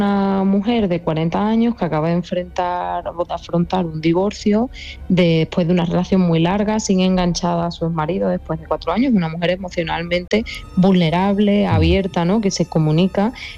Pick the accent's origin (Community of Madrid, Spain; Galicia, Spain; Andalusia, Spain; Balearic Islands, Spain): Andalusia, Spain; reivindicar lo andaluz en la cultura también que consumimos, en la literatura que leemos como andaluces